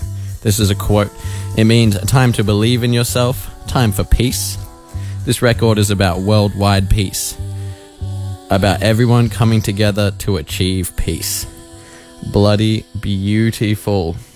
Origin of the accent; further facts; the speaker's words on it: Queensland, Australia; now in Melbourne, Australia; I'm a Queenslander.